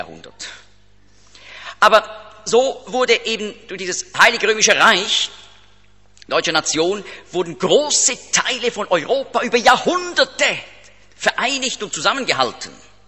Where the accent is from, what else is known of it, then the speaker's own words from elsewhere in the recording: Zurich, Switzerland; Er ist ja auch in der Schweiz, da ganz nahe. Da, wo ich aufgewachsen bin, ist er da über die Limmat, da steht noch ein Gedenkstein.